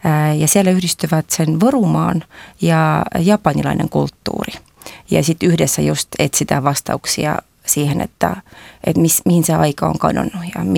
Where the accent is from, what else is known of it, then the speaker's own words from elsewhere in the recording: South Estonia, Estonia; Finnish is a second language; moved away as an adult; now in Helsinki, Finland; Minä kun olen Etelä-Virosta kotoisin